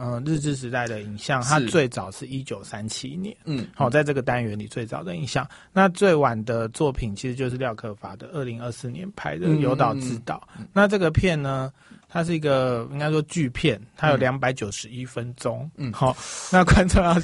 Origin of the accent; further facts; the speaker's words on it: Taiwan; 因为我们台湾人常常会以受害者或者说被殖民者自居嘛，